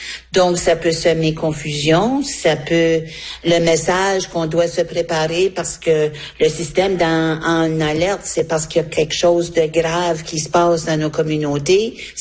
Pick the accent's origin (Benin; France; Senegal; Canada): Canada; Acadia; on mérite pas moins en tant que francophone, en tant qu'Acadien, Acadienne, d'être capable de comprendre.